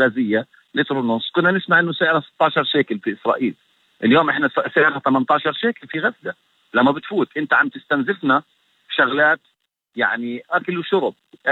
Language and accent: Arabic; Palestine; إحنا كفلسطينيين سواء في الضفة أو غزة أو في القدس